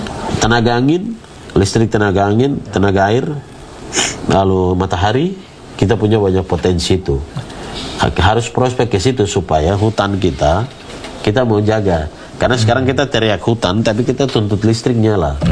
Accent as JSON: {"language": "Indonesian", "region": "Papua", "country": "Indonesia", "said": "kita Papua ini"}